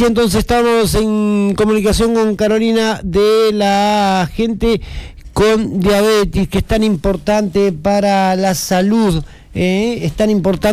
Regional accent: Uruguay; Viste cómo somos los uruguayos

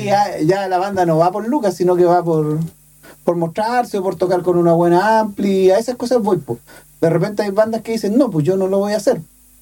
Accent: Maipú, Santiago Metropolitan Region, Chile; Yo soy de Maipú

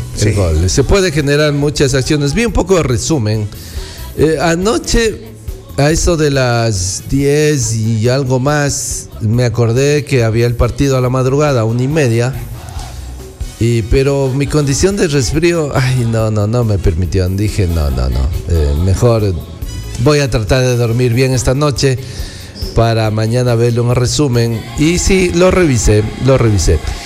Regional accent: Ecuador; now in Amazon region, Ecuador; lo que somos los ecuatorianos

